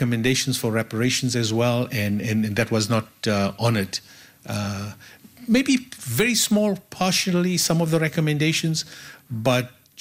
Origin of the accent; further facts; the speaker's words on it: South Africa; born there; I'm third generation, fourth, maybe fourth generation South African born. My parents were born in South Africa as well.